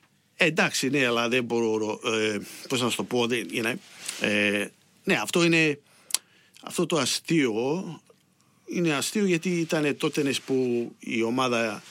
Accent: Brunswick, Victoria, Australia; ο πατέρας μου είναι από τη Κεφαλονιά και εγώ είμαι από το Brunswick.

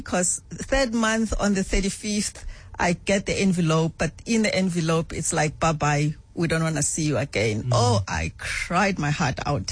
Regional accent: Emalahleni, Mpumalanga, South Africa; I was born in Emalahleni, Witbank. That's where I was born. That's where I grew up. That's where I got married, had our first two children, then moved to Gauteng.

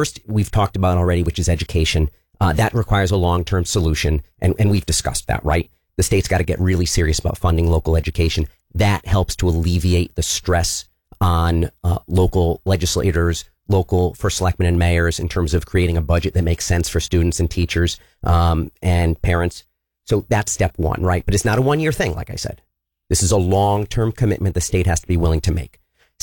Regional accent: Shelton, Connecticut, United States; I'm from Shelton since I was my entire life. I went away to school, but I came back.

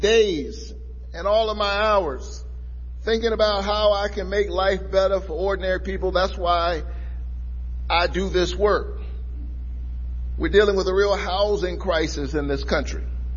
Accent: Savannah, Georgia, United States; I was in a parade in my hometown of Savannah, Georgia, in the St. Patrick's Day parade last year

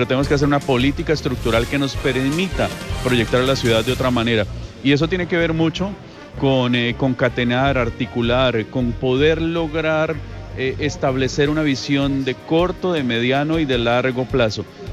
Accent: Tolima, Colombia; en lo que somos los tolimenses

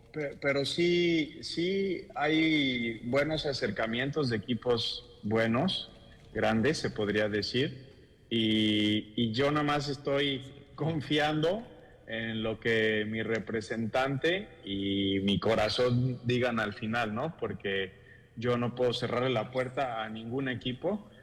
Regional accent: Puebla, Mexico; moved away as an adult; now in Colombia; Yo soy de Puebla, cerca de la capital, a 2 horas.

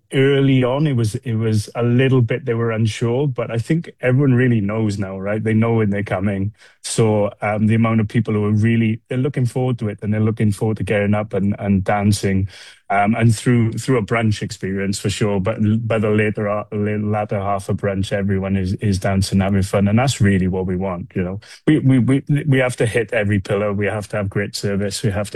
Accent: Wales, United Kingdom; which I'm Welsh originally, so lamb is kind of our pinnacle of our kind of food.

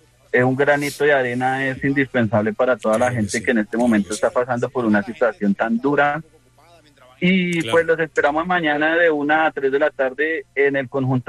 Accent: Bogotá, Colombia; Con mi esposa y con mis hijos hicimos un video para convocar la gente de Bosa. Yo soy del sector de Bosa.

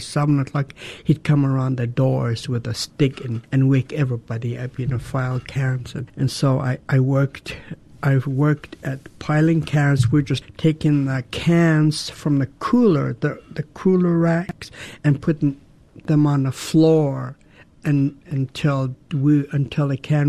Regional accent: Douglas, Alaska, United States; I was born and raised in Douglas. I belong to the Raven clan. I come from the Whale House in Tlokwan.

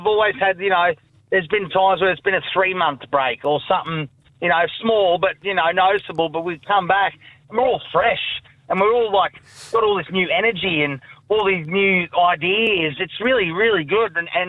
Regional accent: Australia; We're bloody Australian down here, mate.

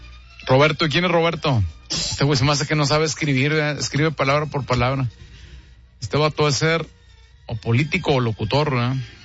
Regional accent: Torreón, Coahuila, Mexico; yo no soy de aquí, yo vengo de fuera, soy de Torreón, nomás que pues voy llegando aquí a la ciudad y pues yo allá era animador en Torreón

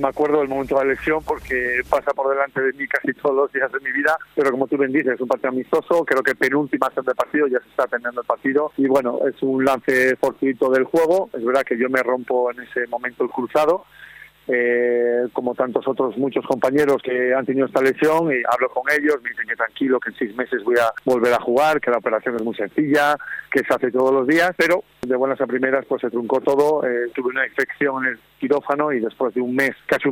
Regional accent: Los Corrales de Buelna, Cantabria, Spain; also born or lived in Torrelavega; Sí, eso es. Nací en Torrelavega. ¿Mm? Y rápidamente fui a los Corrales de Buelna, cuna del balonmano también.

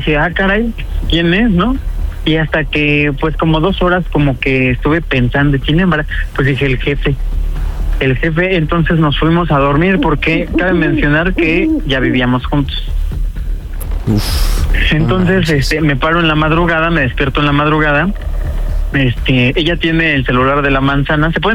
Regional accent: Cuautitlán Izcalli, State of Mexico, Mexico

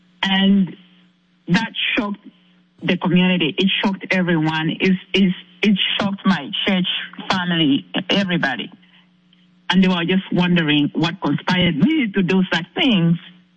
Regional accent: Zambia; now in United States; I'm not a U.S. citizen. I'm from Zambia, Africa.

